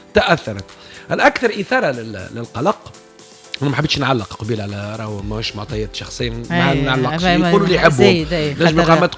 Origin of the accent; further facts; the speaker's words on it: Tunisia; عندنا في تونس